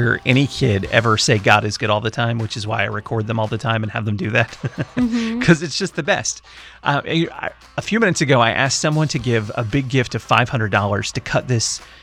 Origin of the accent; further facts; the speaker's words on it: New Orleans, Louisiana, United States; You know, I love growing up in Southeast Louisiana, in New Orleans.